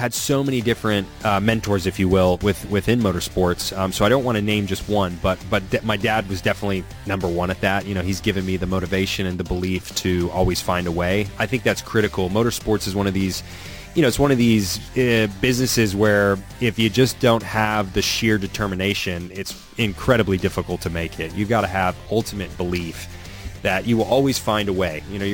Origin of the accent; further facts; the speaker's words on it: Nashville, Tennessee, United States; I'm from Nashville, Tennessee